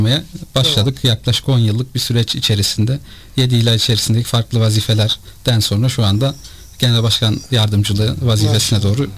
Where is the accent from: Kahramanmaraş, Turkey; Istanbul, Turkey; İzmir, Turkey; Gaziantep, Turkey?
Kahramanmaraş, Turkey; ben Maraşlıyım, Kahramanmaraşlı'da doğdum büyüdüm.